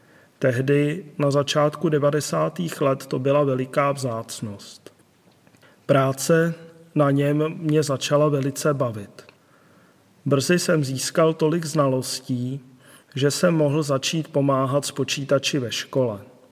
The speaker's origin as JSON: {"language": "Czech", "region": "Prague", "country": "Czechia", "tie": "born or raised there", "said": "Je mi 49 let a celý život bydlím v Praze."}